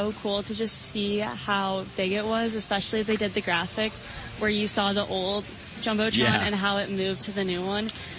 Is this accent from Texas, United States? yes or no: no; Lake Zurich, Illinois, United States; I'm from Lake Zurich, Illinois